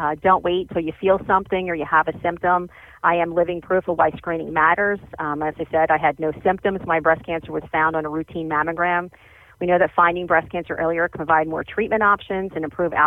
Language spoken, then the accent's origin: English; Cape May County, New Jersey, United States; I am the Director of Oncology at the Atlanticare Cancer Care Institute. Born and raised in Cape May County